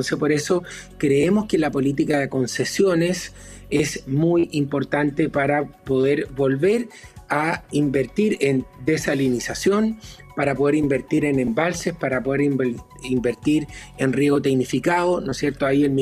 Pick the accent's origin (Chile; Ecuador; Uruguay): Chile